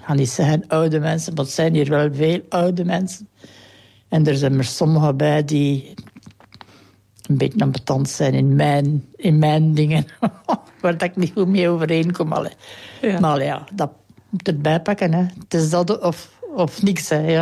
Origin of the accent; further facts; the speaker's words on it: Herne, Flanders, Belgium; born there; also born or lived in Kester; nee, mijn geboortedorp is hier in Herne. Maar ik heb dan in Kester gewoond.